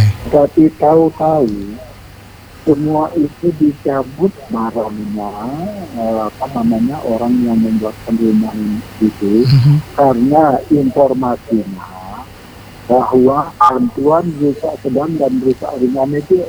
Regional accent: Tenggangan, Indonesia; Ini teman saya di Sekranti, saya ini dari Tenggangan.

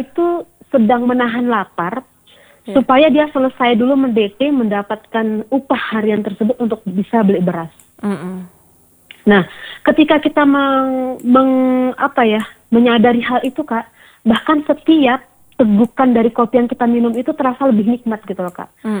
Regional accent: Aceh, Indonesia; tapi juga merupakan identitas dan budaya kita orang Gayo gitu.

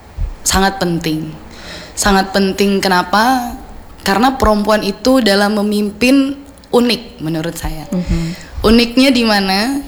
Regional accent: Pontianak, West Kalimantan, Indonesia; Saya lahir besar di Kalimantan Barat, di Pontianak. Kalau ayah itu asli sukunya Bugis.

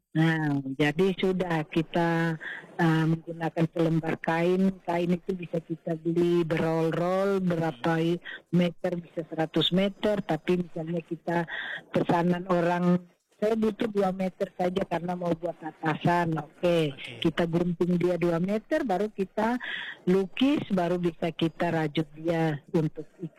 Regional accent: Papua, Indonesia; kita orang Papua

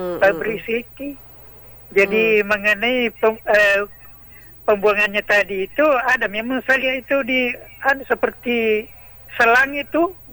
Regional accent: Soppeng, South Sulawesi, Indonesia; moved away; waktu saya tinggal di kampung saya itu di Sopeng

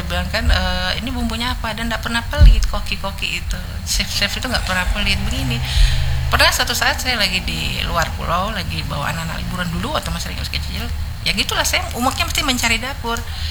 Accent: North Sumatra, Indonesia; kita kan orang Batak ya.

